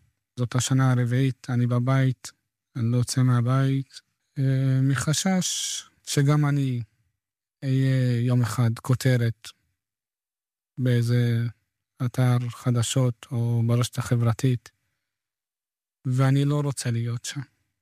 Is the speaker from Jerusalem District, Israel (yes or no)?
no; Lod, Central District, Israel; אני מלוד, בן 33.